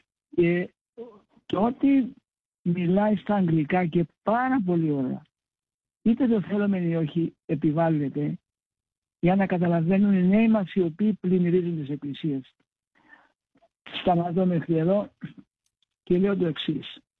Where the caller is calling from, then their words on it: Cyprus